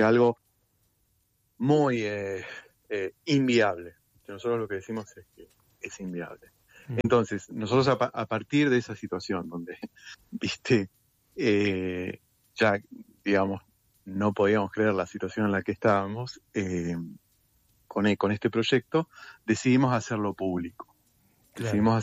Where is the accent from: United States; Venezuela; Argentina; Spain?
Argentina; Buenos Aires; somos porteños, sabemos, somos usuarios todos del subte